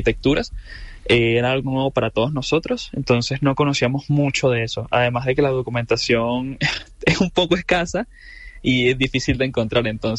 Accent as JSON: {"language": "Spanish", "country": "Venezuela", "moved": "yes", "lives_now": "Chile", "said": "yo soy venezolano"}